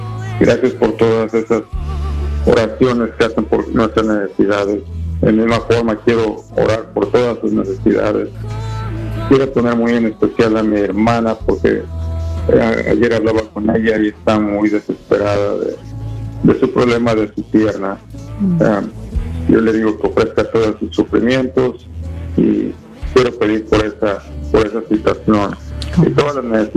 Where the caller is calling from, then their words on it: Houston, Texas, United States; soy … de Houston, Texas.